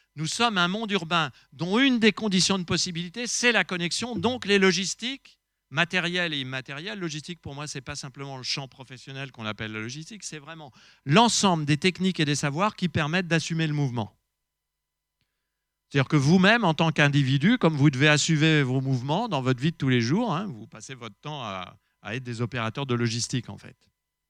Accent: Lyon, Auvergne-Rhône-Alpes, France; Je viens de Lyon

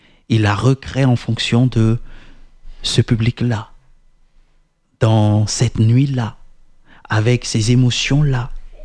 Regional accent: Côte d’Ivoire; born there; moi, je suis né en Côte d'Ivoire.

